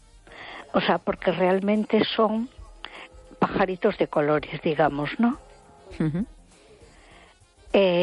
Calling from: A Coruña, Galicia, Spain; de Coruña.

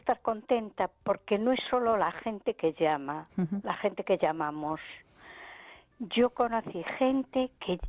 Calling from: A Coruña, Galicia, Spain; de Coruña.

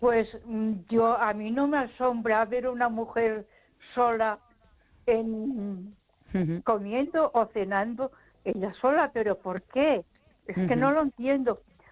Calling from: Ponferrada, Castile and León, Spain; Buenas noches, Esther. … de Ponferrada.

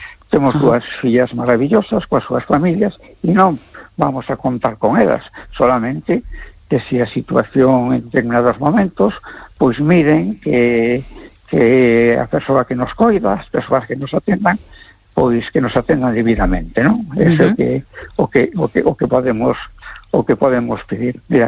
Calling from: A Coruña, Galicia, Spain; de Coruña.

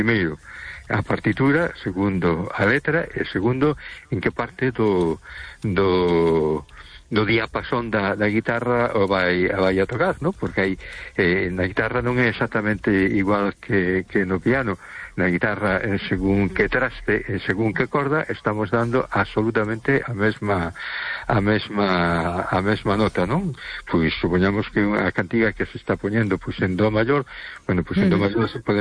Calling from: A Coruña, Galicia, Spain; Hola, boa noite … de Coruña, que tal estamos?

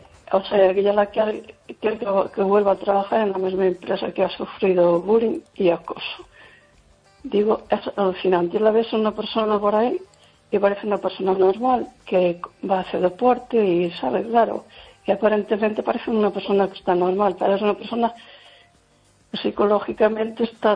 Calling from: Lugo, Galicia, Spain

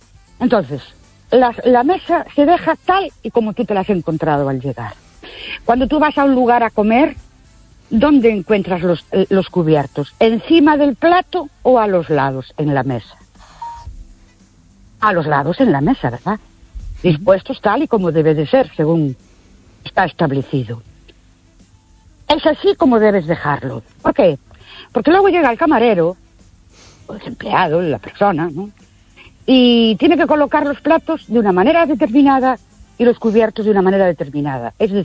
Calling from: Ourense, Galicia, Spain; Buenas noches. … de Orense otra vez.

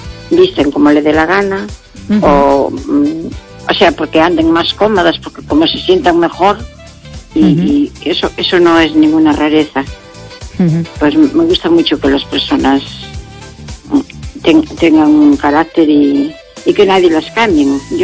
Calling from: Pontevedra, Galicia, Spain; Buenas noches … de Pontevedra.

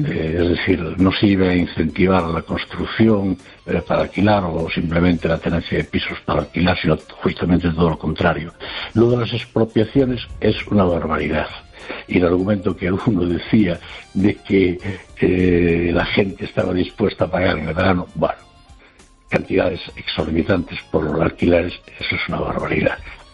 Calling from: Madrid, Community of Madrid, Spain; de Madrid.

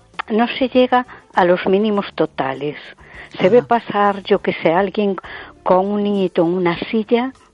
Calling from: A Coruña, Galicia, Spain

